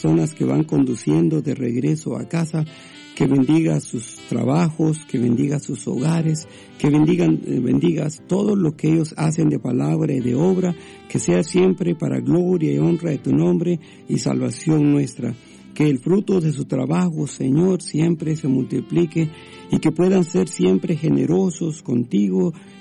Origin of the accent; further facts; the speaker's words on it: Guatemala; moved away; Claro, soy de Guatemala, es que eso. No lo pueden sacar de Guatemala, pero no le pueden sacar al chapín a uno de dentro.